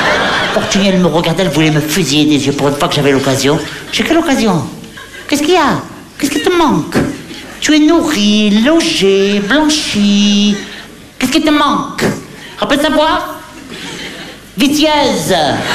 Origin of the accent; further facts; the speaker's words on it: Hauts-de-France, France; Je suis pas de Tunisie. Je suis du Pas-de-Calais. C'est Pas-de-Calais.